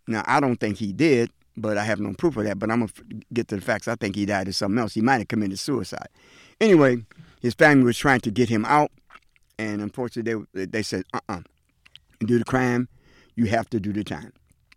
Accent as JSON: {"language": "English", "region": "New York", "country": "United States", "said": "And being I'm a Yankee man, I'm a New Yorker, faithful, I got to be faithful to my Yankees."}